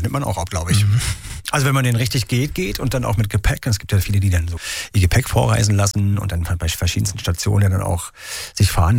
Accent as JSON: {"language": "German", "town": "Ueckermünde", "region": "Mecklenburg-Vorpommern", "country": "Germany", "tie": "born there", "said": "Ist meine Geburtsstadt."}